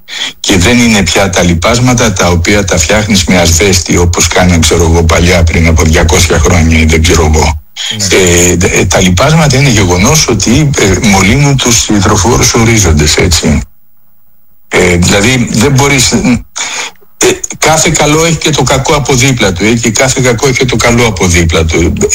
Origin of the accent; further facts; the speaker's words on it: Athens, Attica, Greece; Εγώ πιτσιρικά θυμάμαι που μεγάλωσα στην Αθήνα